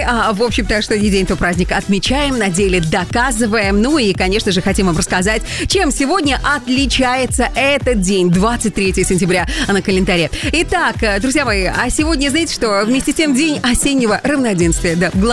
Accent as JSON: {"language": "Russian", "country": "Belarus", "said": "Мы, белорусы, можем это делать, конечно, и потихоньку готовимся к зиме"}